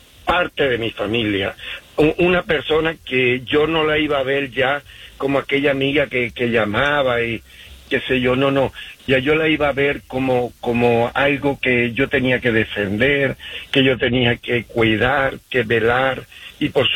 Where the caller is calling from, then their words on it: Utah, United States; Muy buenos días. Los llamo desde Utah. Estoy aquí